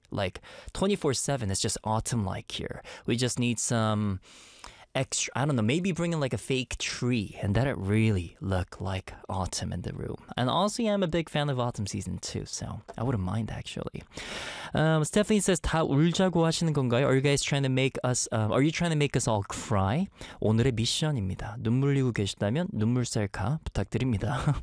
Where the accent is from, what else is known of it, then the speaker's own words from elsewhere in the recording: Canada; now in Korea; Growing up in Canada myself